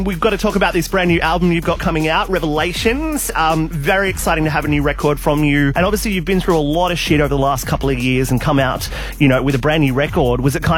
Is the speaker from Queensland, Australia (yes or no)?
no; Central Coast, New South Wales, Australia; my hometown of the Central Coast